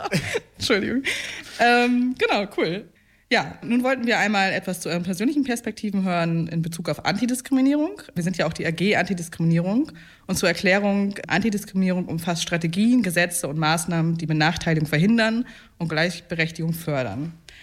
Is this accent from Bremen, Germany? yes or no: yes; Bremen, Germany; als ich bin hier in Bremen aufgewachsen